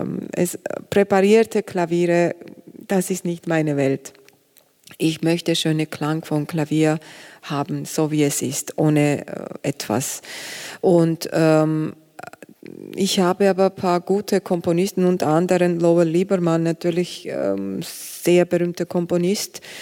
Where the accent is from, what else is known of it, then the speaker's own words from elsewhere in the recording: Georgia; German is a second language; Genau, und das, das ist für mich, also Georgien ist meine Heimat und deswegen war das auch sehr wichtig für mich und klar auch.